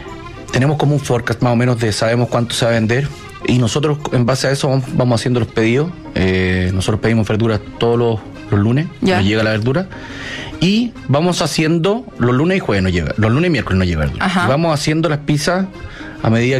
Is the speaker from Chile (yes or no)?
yes; Chile; born there; Nací en Chile, sí.